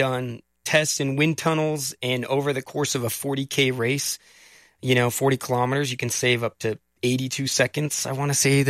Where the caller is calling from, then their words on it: Salt Lake City, Utah, United States; I'm calling in from Salt Lake City, Utah.